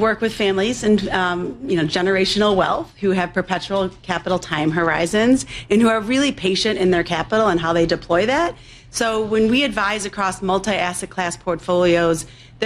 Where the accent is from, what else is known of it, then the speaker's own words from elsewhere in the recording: Chicago, Illinois, United States; and I grew up on the South Side, went to Mother Macaulay High School.